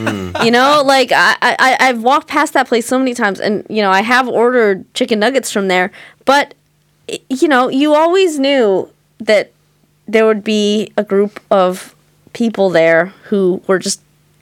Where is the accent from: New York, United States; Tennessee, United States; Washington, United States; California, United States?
California, United States; I'm from the San Francisco area, and I think I'm just like used to seeing messed up shit and just like pretending I didn't see it